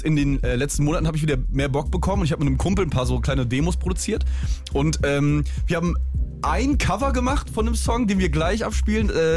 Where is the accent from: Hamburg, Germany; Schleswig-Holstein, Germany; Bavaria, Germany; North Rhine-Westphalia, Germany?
Hamburg, Germany; Ich bin ja Hamburger